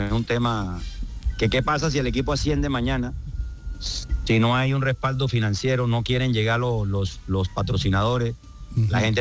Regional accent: Cartagena, Bolívar, Colombia; como yo me muevo en la ciudad, yo soy cartagenero.

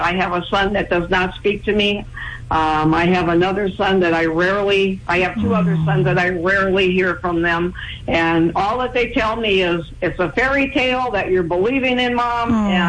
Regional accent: Alaska, United States; now in California, United States; Well, kind of. I came from Alaska. Yeah. Well, I've been here. I've been in California 9 years, but I came from Alaska.

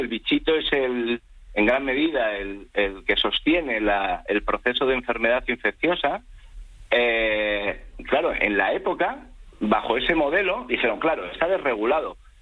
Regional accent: Madrid, Community of Madrid, Spain; yo como madrileño lo digo

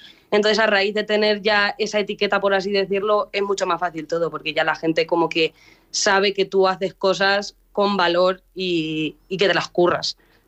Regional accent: Mota del Cuervo, Castilla-La Mancha, Spain; yo decía que era de Mota del Cuervo y la gente lo conocía. Entonces yo decía, pero ¿qué tendrá mi pueblo? Que yo no sé por qué todo el mundo lo conoce.

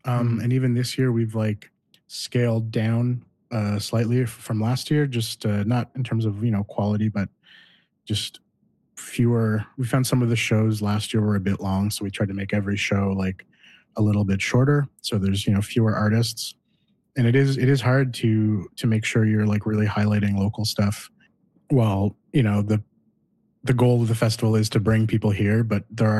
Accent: Cole Harbour, Nova Scotia, Canada; I grew up in Cole Harbour, which isn't quite Dartmouth, but we can, nitpick over that if we want later.

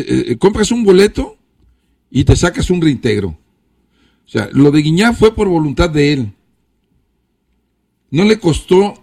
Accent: Nayarit, Mexico; No soy huichol, yo soy Cora.

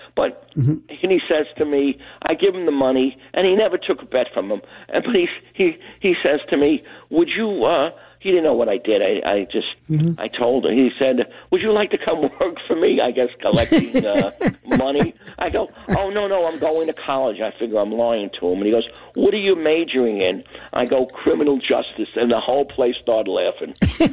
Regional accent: Brooklyn, New York, United States; I'm a Greek from Brooklyn.

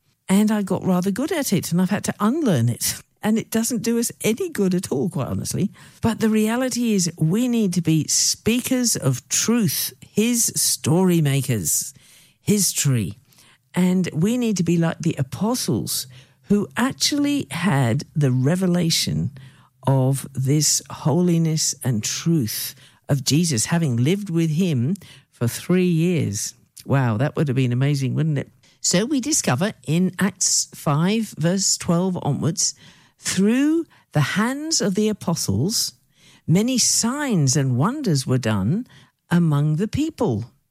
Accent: United Kingdom; I remember growing up in the United Kingdom, I might have mentioned this before, huge impact on me.

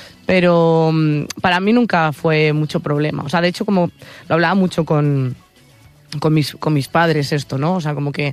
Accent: Oleiros, Galicia, Spain; habían venido a las fiestas de Santa Cruz, que es de mi pueblo, hace no sé cuántos años

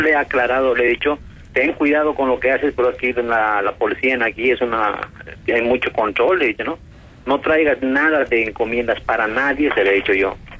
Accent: Bolivia; now in Spain; Yo lo he conocido muy niño en mi país, en Bolivia, ¿vale? Y ha radicado muchos años en Argentina, y yo he radicado muchos años en España.

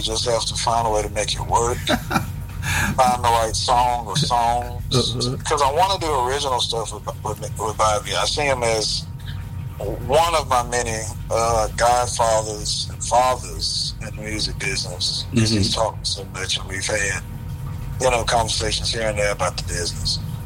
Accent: Louisiana, United States; we're all from Louisiana

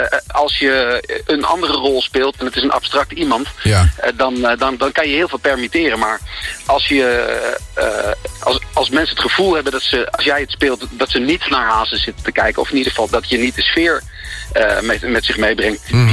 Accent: Utrecht, Netherlands; Ik ben gewoon geen oorspronkelijke Amsterdammer. Ik kom zelfs uit Utrecht. Maar goed, ligt net in de provincie Utrecht.

